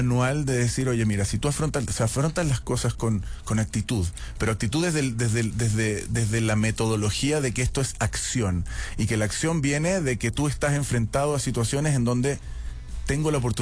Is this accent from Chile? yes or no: yes; Chile; also born or lived in Israel; somos inmigrantes, mi madre viene de Marruecos, mi padre de Alemania, yo nací en Israel, o sea, olvídate, habíamos llegado a Chile, ¿a qué colegio me voy?